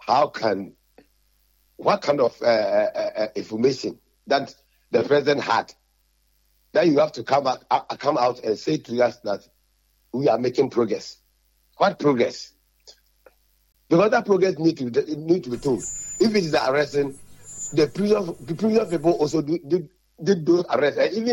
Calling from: Fijai, Western Region, Ghana; calling from Fijai.

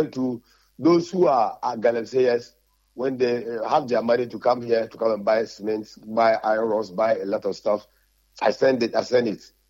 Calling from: Fijai, Western Region, Ghana; calling from Fijai.

